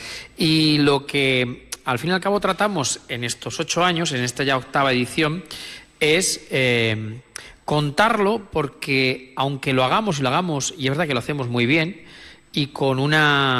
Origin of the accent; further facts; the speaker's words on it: Castilla-La Mancha, Spain; Soy de La Mancha